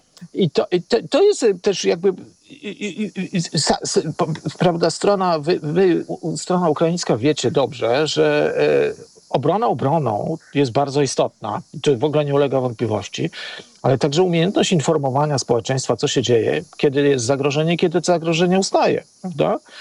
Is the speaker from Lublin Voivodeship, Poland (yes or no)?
yes; Lublin Voivodeship, Poland; Ja jestem z Lubelszczyzny, ja wiem, że tam po prostu 500 metrów dalej coś jednak byłoby zabudowane.